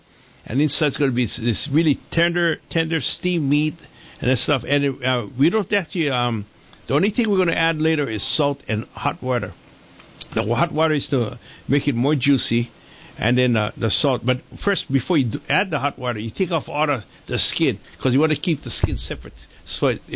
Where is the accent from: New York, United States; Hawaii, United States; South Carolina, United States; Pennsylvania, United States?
Hawaii, United States; And so you know, I grew up with in Hawaii. We grew up with all kinds of people.